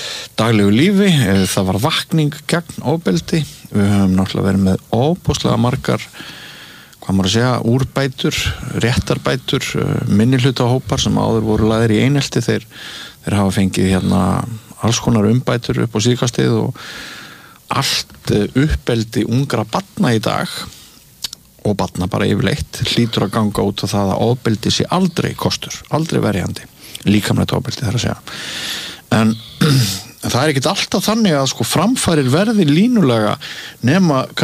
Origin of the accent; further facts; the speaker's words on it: Mývatnssveit, Northeastern Region, Iceland; þegar ég var barn á skólalóðinni í Mývasveit eða bara leik að kvöldi þá voru slagsmál daglegt brauð